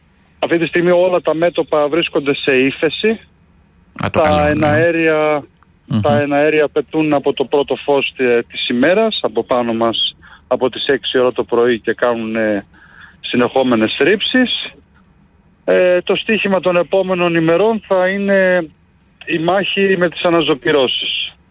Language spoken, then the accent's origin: Greek; Thessaloniki, Central Macedonia, Greece; Δεν είναι από εδώ τοπική, είμαστε από όλη την Ελλάδα. Εγώ είμαι από Θεσσαλονίκη